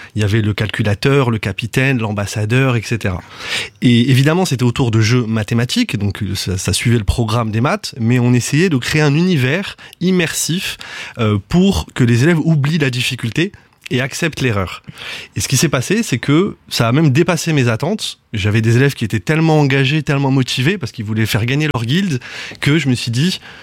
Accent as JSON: {"language": "French", "town": "Casablanca", "region": "Casablanca-Settat", "country": "Morocco", "tie": "born or raised there", "also_born_or_lived": "France", "moved": "as an adult", "said": "J'arrive du Maroc, à la base. J'ai grandi à Casablanca, où j'ai fait mes études là-bas. Et après avoir fait mes études post-bac en France, je suis revenu pour créer mon école de coaching scolaire au Maroc"}